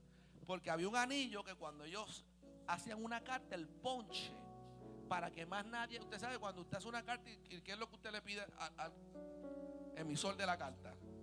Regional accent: Panama; Pero en esta iglesia no somos puertorriqueños, somos panameños.

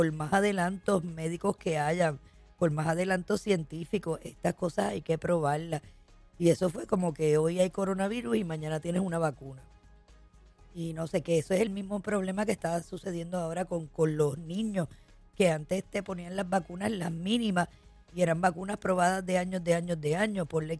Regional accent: Puerto Rico; sea como el boricua, mira, Island Time. Yo sé que nosotros todo lo cogemos suave.

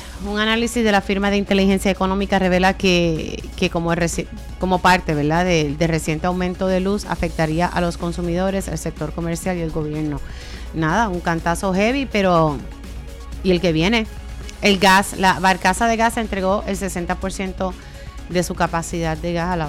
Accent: Utuado, Puerto Rico; Yo soy de Utuado al lado de Lares, del barrio Ángeles. O sea, a mí me queda más cerca llegar al pueblo de Lares que a Utuado Pueblo.

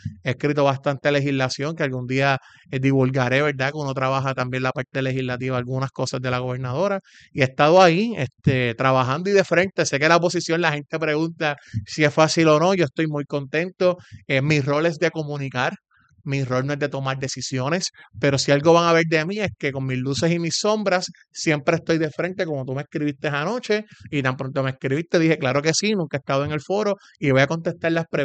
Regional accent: Puerto Rico; soy un joven hijo de padres dominicanos, con mucho orgullo, no los niego, pero nací en Puerto Rico, me crié en Puerto Rico, así está mi acta de nacimiento, toda mi vida en Puerto Rico

